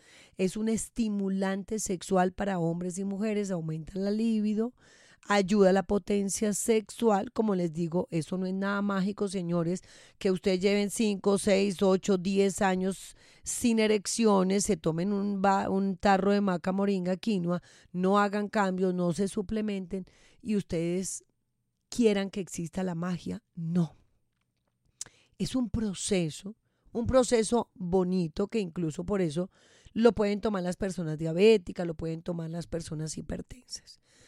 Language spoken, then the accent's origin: Spanish; Boyacá, Colombia; moved away; visitando Boyacá, mi tierra querida.